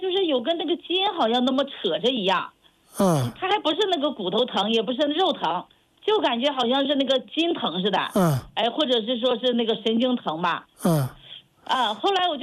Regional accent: Northeast China, China; moved away as an adult; now in Pingdu, Qingdao, China; 我老家是搁东北呢。

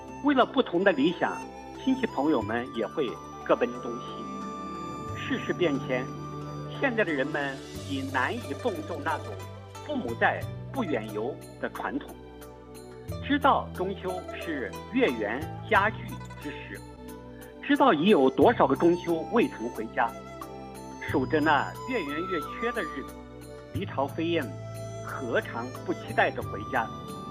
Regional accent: China; 我们中国人不能将月亮从精神世界里赶出去

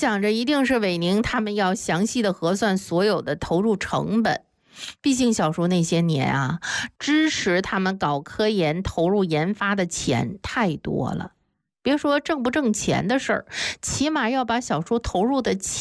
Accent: Tibetan areas, China; 不瞒大家说哈，我毕竟是从小在藏区长大的，对于藏虫草啊型儿我还是比较熟悉的。

